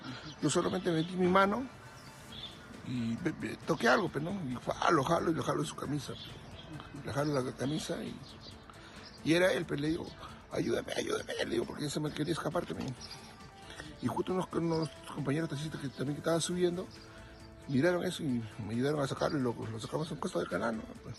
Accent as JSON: {"language": "Spanish", "town": "Sama", "region": "Tacna", "country": "Peru", "said": "Soy de Sama"}